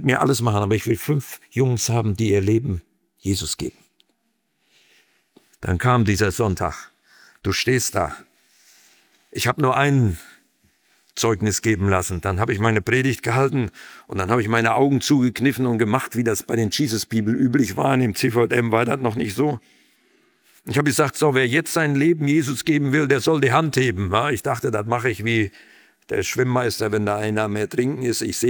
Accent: Berlin, Germany; Ja, ich sage, aus Berlin.

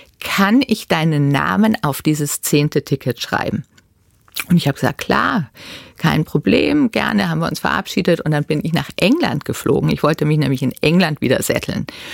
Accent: Bavaria, Germany; born or raised there

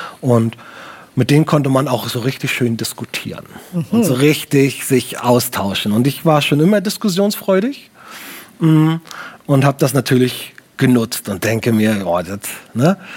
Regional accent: Baltic coast, Germany; Ich komme aus der Nähe von der Ostsee.

